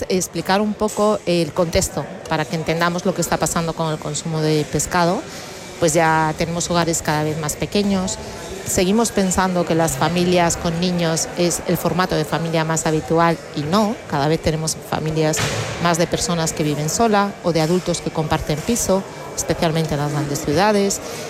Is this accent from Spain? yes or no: yes; Galicia, Spain; yo que soy gallega